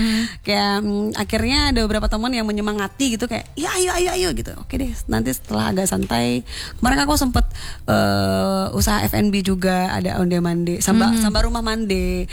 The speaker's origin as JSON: {"language": "Indonesian", "town": "Padang", "region": "West Sumatra", "country": "Indonesia", "said": "Tapi gak menutup kemungkinan kita sebagai orang Minang Padang legasinya apa nih tahu diaminkan oleh alam ya."}